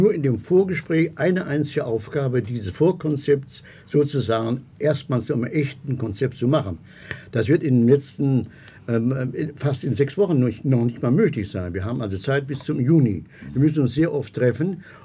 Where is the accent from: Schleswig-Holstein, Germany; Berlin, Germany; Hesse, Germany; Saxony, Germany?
Hesse, Germany; Kassel; born there; aus der kleinen Stadt Kassel, wo ich geboren bin und zurück musste und das getan habe